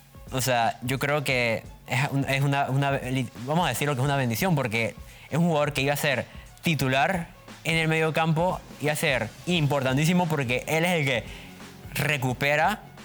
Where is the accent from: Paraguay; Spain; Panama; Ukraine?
Panama; nos afecta a nosotros como panameños